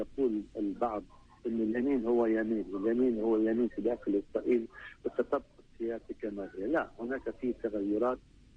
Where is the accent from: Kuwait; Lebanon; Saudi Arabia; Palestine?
Palestine; لكن نحن كفلسطينيين الإبادة الجماعية مورست ضدنا،